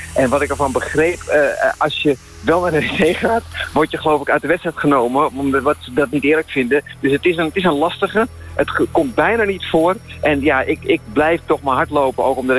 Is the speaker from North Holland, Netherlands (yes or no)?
yes; Amsterdam, North Holland, Netherlands; ik ben opgegroeid in Amsterdam.